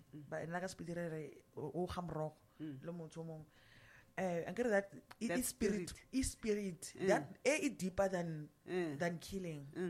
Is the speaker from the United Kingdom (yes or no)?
no; Ekurhuleni, Gauteng, South Africa; I'm from Ekuruleni, right?